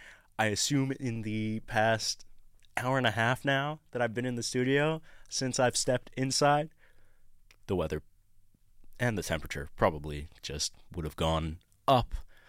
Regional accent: Egypt; now in Australia; My father grew up here, but I grew up in Egypt

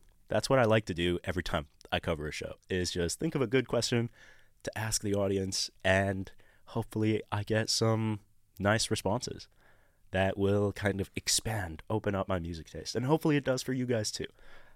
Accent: Egypt; now in Australia; I've been here for 5 years and I had never heard that before. I'm coming from Egypt where it's just constant dry heat

